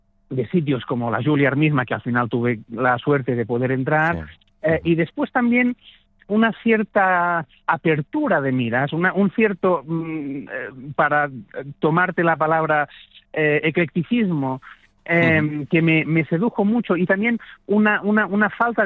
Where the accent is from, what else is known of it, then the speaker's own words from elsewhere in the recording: Catalonia, Spain; also born or lived in New York; yo nunca quiero renunciar a mis raíces. Y me siento pues muy feliz de estar en mi país y de en fin, de tener una carrera en Cataluña y en España, ¿no?